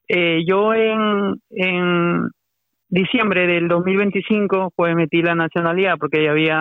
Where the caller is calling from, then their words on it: Madrid, Community of Madrid, Spain; Me comunico de Madrid.